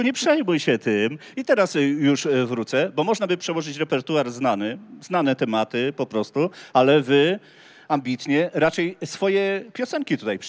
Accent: Łódź, Łódź Voivodeship, Poland; Wszyscy jesteśmy z Łodzi.

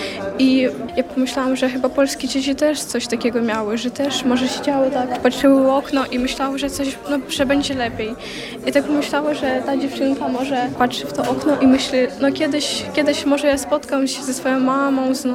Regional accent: Kyiv, Ukraine; Polish is a second language; now in Poland; bo ja sama jestem z Ukrainy, z Kijowa i ja trochę wiem, że co to jest wojna.

